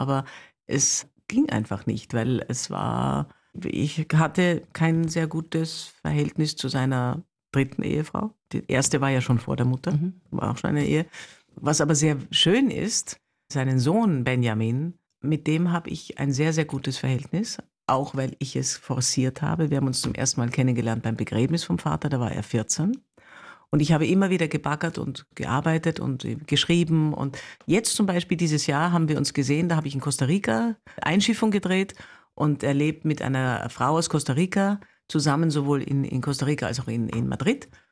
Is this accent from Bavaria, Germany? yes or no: yes; Munich, Bavaria, Germany; born there; Ich bin ja in München geboren, weil sie da beide am Residenztheater engagiert waren.